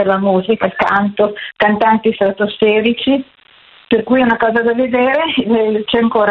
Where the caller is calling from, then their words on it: Milan, Lombardy, Italy; Sono da Pesaro, ma sono di Milano.